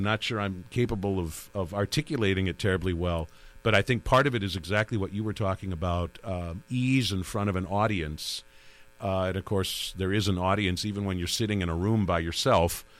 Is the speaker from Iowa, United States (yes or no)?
yes; Decorah, Iowa, United States; also born or lived in Atlantic, Iowa / Lincoln, Nebraska; We actually moved from Decorah right before I started high school. We moved to a place in southeast Iowa, between Des Moines and Omaha, a little town called Atlantic of about 10,000.